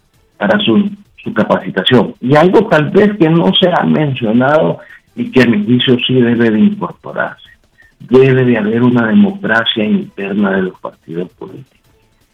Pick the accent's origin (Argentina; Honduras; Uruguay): Honduras; somos todos los hondureños